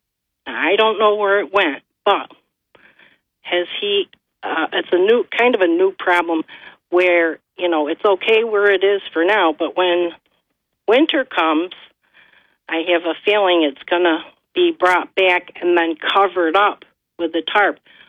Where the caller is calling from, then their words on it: Binghamton, New York, United States; from the Binghamton's East Side.